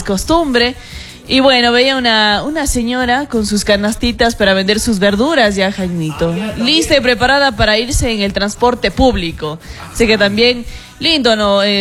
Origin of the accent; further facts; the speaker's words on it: Ecuador; como todo ecuatoriano, gente de ñeque, gente trabajadora